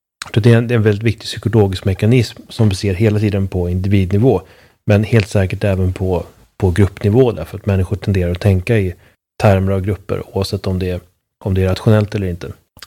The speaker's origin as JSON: {"language": "Swedish", "country": "Sweden", "tie": "born or raised there", "said": "När jag var ung i Sverige, liksom 20-30 år tidigare."}